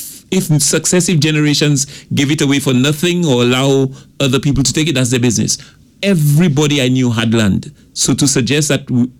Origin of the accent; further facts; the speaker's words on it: Gros Islet, St. Lucia; I'm from Grosile, the heart of Grosile, not outside Grosile, the heart of Grosile. And everybody I knew in Grosile had land. Every family I knew in Grosile had, it's true.